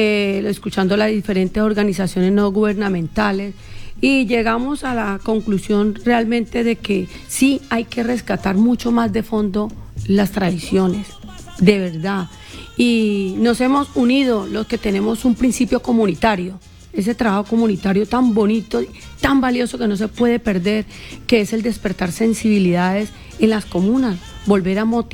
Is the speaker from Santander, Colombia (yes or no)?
no; Huila, Colombia; somos esencia tradicional huilense, eso es lo que nos hace lindos para todos los de Huila